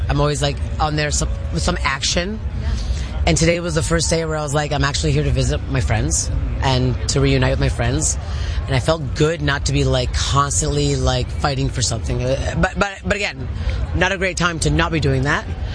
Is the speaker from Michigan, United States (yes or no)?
yes; Michigan, United States; now in Los Angeles, United States; I grew up in Michigan